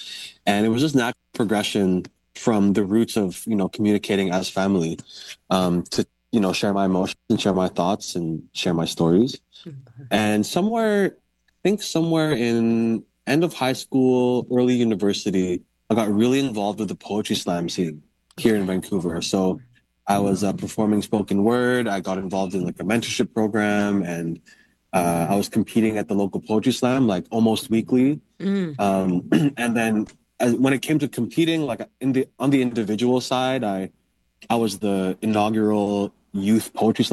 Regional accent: Philippines; Of being a Filipino surrounded by other Filipinos, especially family.

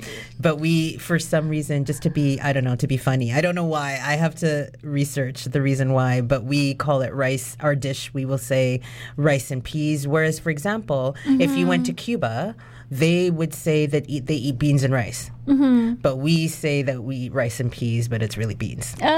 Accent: Canada; born there; I was born in Canada

